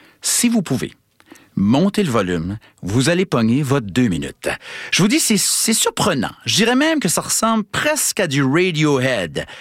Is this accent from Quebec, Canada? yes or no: no; Saint-Isidore, New Brunswick, Canada; Moi, j'ai grandi à Saint-Isidore, au Nouveau-Brunswick.